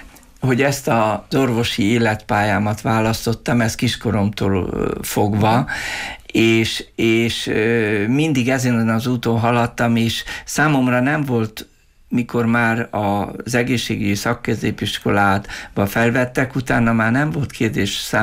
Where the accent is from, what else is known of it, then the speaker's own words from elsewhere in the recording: Vojvodina, Serbia; Én ugye 52-ben születtem, még a múlt században, vagy ezredben, és abban az időben gyermekkoromra emlékezve elég szerényes viszonyok között éltünk